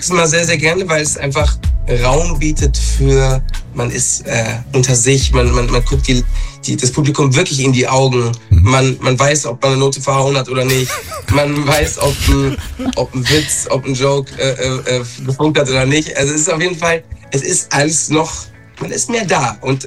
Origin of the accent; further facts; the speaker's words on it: Balearic Islands, Spain; Ich bin eher ab ins Meer-Typ. Ich bin auf Mallorca aufgewachsen.